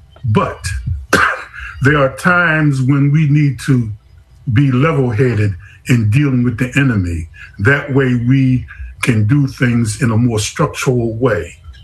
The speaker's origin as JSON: {"language": "English", "town": "Philadelphia", "region": "Pennsylvania", "country": "United States", "lives_now": "Texas, United States", "said": "I'm always ready to go to war because I'm straight up from North Philly, even though I'm living here in Texas."}